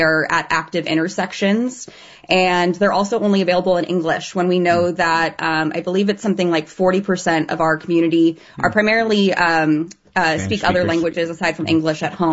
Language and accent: English; Gilroy, California, United States; I mean, I grew up in Gilroy. I went to Gilroy High School and was a part of leadership